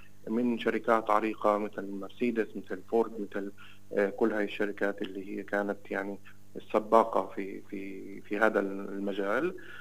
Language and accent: Arabic; Palestine; احنا كفلسطينيين